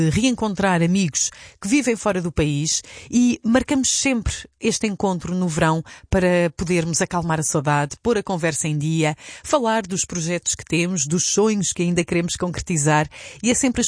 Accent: Leiria, Centro, Portugal; now in Lisbon, Portugal; O meu foi em Leiria, a cidade onde cresci, onde vivi até vir para Lisboa

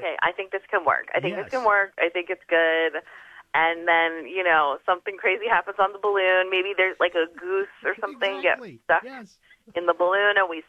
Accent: New Mexico, United States; I'm a New Mexico, I grew up in New Mexico

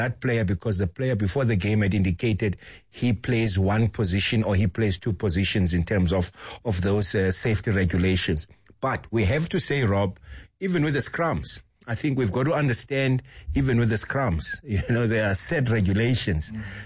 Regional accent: South Africa

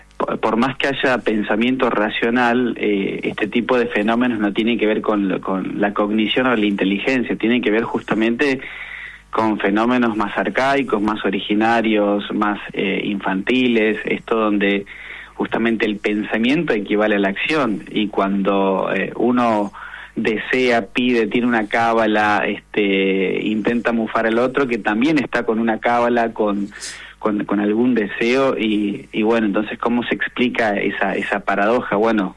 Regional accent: Argentina

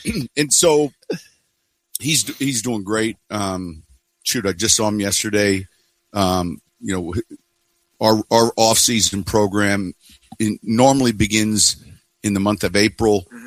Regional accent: Chicago, Illinois, United States; I grew up in Chicago

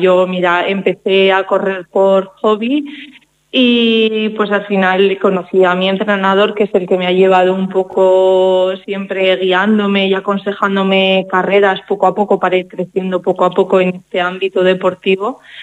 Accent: Sádaba, Aragon, Spain; now in Teruel, Spain; Sádaba para mí es mi casa, es volver a mi casa. Además, yo nunca he perdido las raíces con mi pueblo siempre. O sea, me fui a vivir a Teruel hace ya muchos años por tema trabajo y estudiar, pero siempre he vuelto a Sádaba, no solo en verano, siempre. Es que es casa, es volver a pasear por las calles de mi pueblo

